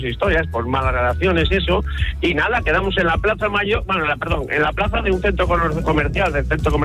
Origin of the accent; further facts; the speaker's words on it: Valladolid, Castile and León, Spain; born there; now in Galicia, Spain; Castellano. Ya, bueno, es que tengo, claro, llevo 30 años en Galicia, pero yo nací, digamos, que en Va